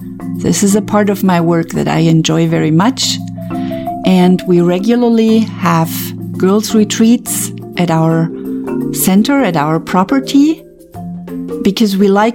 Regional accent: Germany; moved away as an adult; now in Benin; I'm originally from Germany, and I have served with the Adomari Project since January 1999.

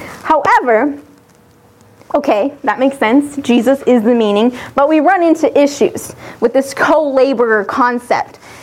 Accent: Venezuela; moved away; I'm from Venezuela

